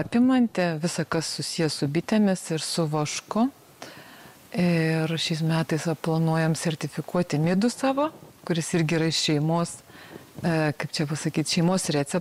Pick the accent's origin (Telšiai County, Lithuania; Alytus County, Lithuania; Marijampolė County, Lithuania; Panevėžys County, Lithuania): Telšiai County, Lithuania; Plungė; now in Trakai, Lithuania; Esu trečios kartos bitininkė. Šiaip kilimo esu iš Plungės.